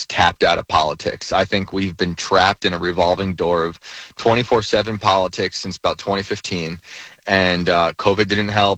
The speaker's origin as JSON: {"language": "English", "region": "New York", "country": "United States", "moved": "yes", "lives_now": "West Virginia, United States", "said": "And I live in a really awesome area of West Virginia. I love West Virginia. I'm from New York originally."}